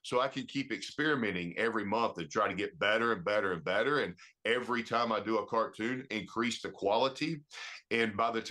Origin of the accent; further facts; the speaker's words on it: Anniston, Alabama, United States; here in my hometown